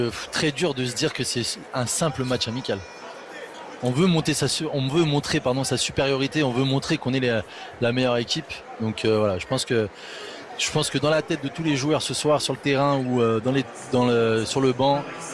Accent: France; quand on est français

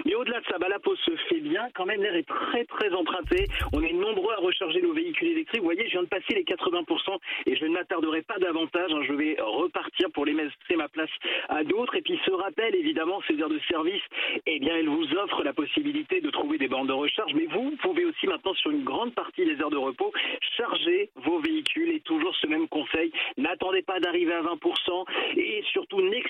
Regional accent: Brittany, France; je parle en tant que breton

